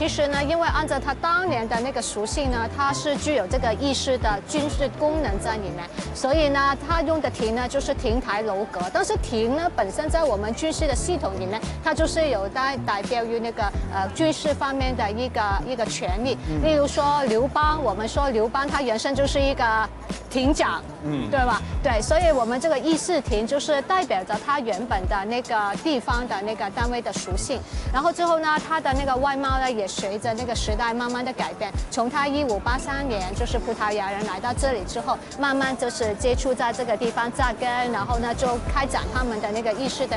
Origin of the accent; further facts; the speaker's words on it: Macau; 所以呢那些骑楼对于我们尤其是澳门人来讲，那个感觉就特别深。